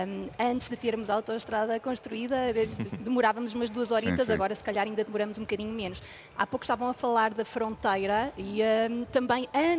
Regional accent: Viseu, Centro, Portugal; Sou de Viseu

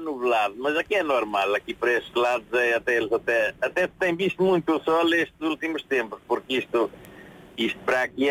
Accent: Ansião, Leiria, Portugal; Eu sou do distrito de Leiria, de uma terra chamada Ancião.

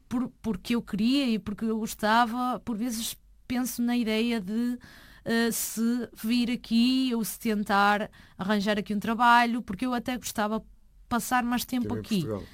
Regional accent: Galicia, Spain; deram-lhe a escolher e ele decidiu voltar para a Galiça, e foi por isso que eu terminei sendo galega.

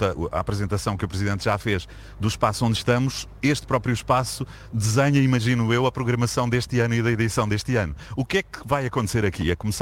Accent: Algarve, Portugal; accent: Algarvian; não estou aqui a utilizar a minha pronúncia algarvia

